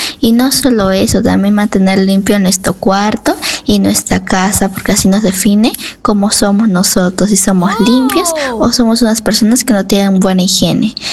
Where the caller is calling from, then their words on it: Lima, Peru; de San Juan de Lurigancho.